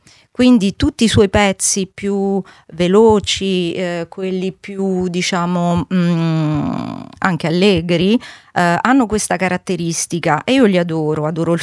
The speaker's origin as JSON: {"language": "Italian", "country": "France", "tie": "born or raised there", "moved": "yes", "lives_now": "Italy", "said": "Io sono nata in Francia, ho fatto la scuola in Francia, poi sono tornata in Italia, i miei sono italiani."}